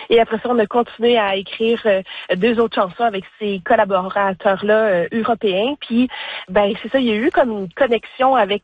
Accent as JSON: {"language": "French", "region": "Ontario", "country": "Canada", "said": "Puis là, je justifie, non, moi, je viens de l'Ontario, une province à côté du Québec."}